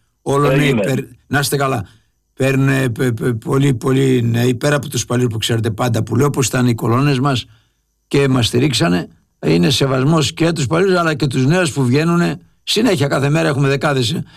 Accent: Lefkada, Ionian Islands, Greece; είμαι από εκεί, από τη Λευκάδα

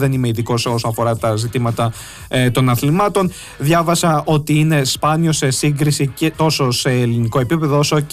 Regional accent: Greece

